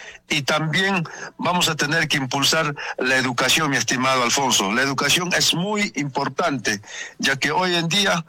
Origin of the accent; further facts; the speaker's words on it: Oyolo, Ayacucho, Peru; yo soy oyolino, soy hijo de la villa de Oyolo